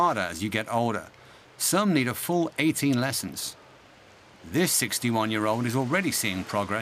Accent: Sopot, Pomeranian Voivodeship, Poland; I'm from Sopot near Gdansk in Poland, so right by the beach.

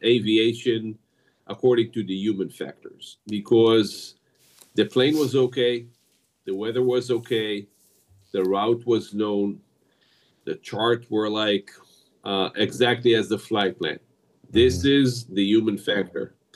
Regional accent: Israel; I come from, if we look at that in a wider perspective, I come from Israel, and it's a small country which is being challenged by a war for like more than 3 years

